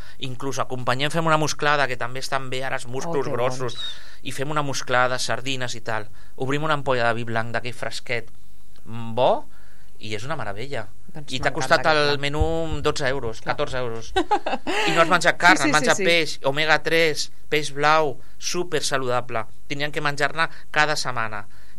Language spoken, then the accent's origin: Catalan; Catalonia, Spain; som catalans, som de porc, hem vingut néixer amb els porcs a sota casa